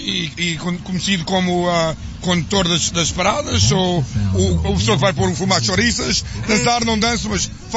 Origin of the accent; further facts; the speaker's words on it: Portugal; moved away; eu nasci e criado em Portugal